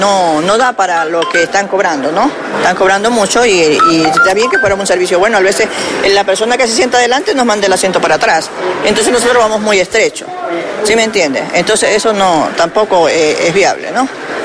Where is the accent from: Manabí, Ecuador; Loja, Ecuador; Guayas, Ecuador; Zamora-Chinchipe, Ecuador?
Guayas, Ecuador; Guayaquil; No, yo soy de Guayaquil, pero estoy viviendo aquí.